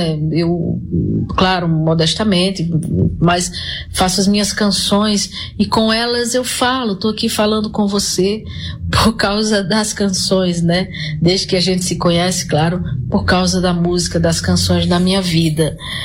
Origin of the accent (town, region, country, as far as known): Brazil